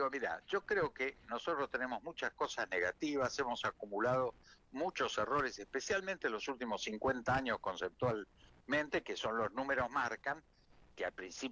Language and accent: Spanish; Argentina